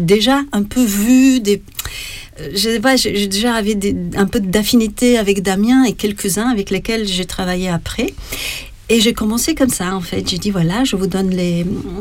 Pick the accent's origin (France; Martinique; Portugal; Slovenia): Slovenia; French is a second language; moved away; Et un jour, j'étais dans ma ville natale, au bord d'une rivière, où j'aimais bien m'asseoir